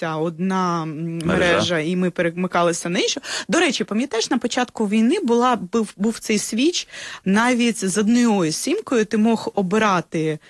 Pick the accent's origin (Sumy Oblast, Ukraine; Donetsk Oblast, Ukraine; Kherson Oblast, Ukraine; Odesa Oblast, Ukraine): Odesa Oblast, Ukraine; Odesa; як у нас в Одесі кажуть